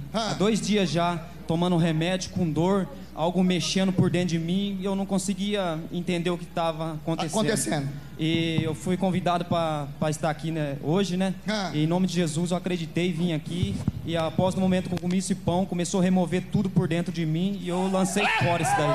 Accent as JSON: {"language": "Portuguese", "town": "Pitangueira", "country": "Brazil", "said": "Eu sou de Pitangueira, da cidade de Pitangueira."}